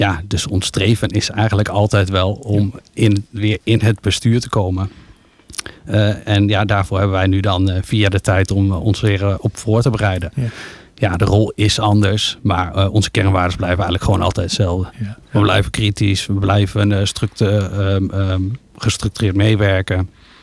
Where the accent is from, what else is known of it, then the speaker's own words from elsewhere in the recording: Hummelo, Gelderland, Netherlands; also born or lived in Keppel; now in Zelhem, Netherlands; ik woon met mijn vrouw en drie kinderen in Zelle. Opgegroeid in Hummelo en Keppel.